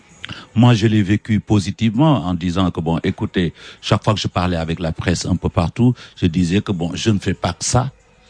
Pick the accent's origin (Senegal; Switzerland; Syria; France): Senegal; je suis un Sénégalais, fier de l'être.